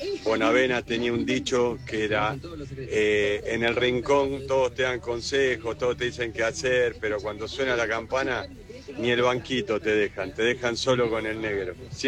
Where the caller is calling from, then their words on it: Bernal, Buenos Aires Province, Argentina; de Bernal.